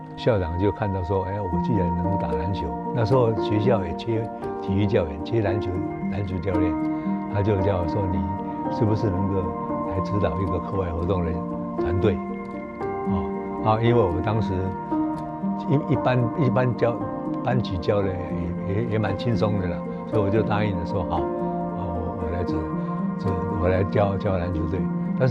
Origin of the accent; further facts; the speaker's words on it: Yilan County, Taiwan; born there; 我出生在宜兰的农家